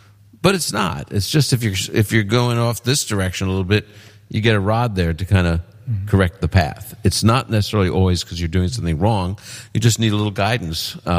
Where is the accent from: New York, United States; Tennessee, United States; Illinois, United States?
New York, United States; New York City; I'm from Brooklyn. Not many shepherds there, just saying.